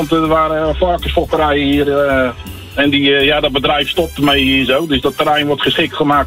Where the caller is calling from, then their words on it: Rotterdam, South Holland, Netherlands; Ik ben in Blijdorp, Rotterdam Noord.